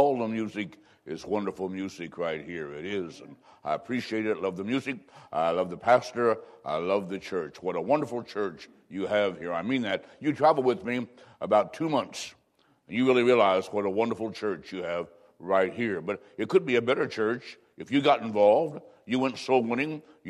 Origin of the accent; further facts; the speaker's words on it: Macomb, Illinois, United States; I was growing up in Macomb, Illinois. I was in grade s